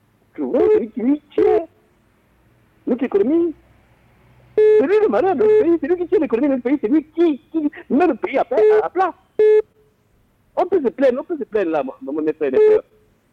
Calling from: Gabon

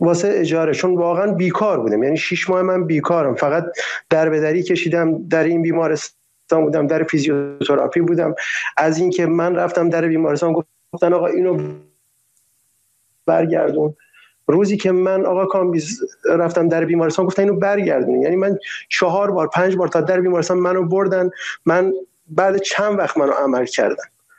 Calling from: Iran; به عنوان یه ایرانی حق من اینه که یه زندگی خوب داشته باشم.

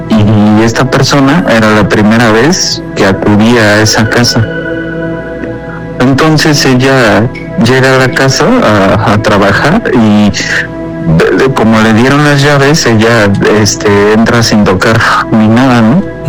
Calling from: Naucalpan, State of Mexico, Mexico; De Naucalpan.

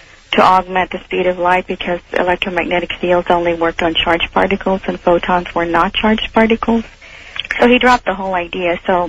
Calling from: San Antonio, Texas, United States; I'm calling from San Antonio, listening on WOAI.

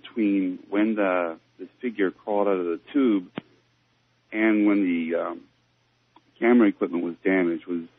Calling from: Dover, Delaware, United States; from Dover, Delaware.

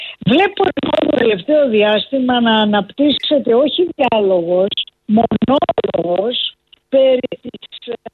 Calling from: Athens, Attica, Greece; είμαστε από τις Αθηναίες που αγαπάμε την Αθήνα, το κέντρο της, γι' αυτό δεν το έχουμε εγκαταλείψει

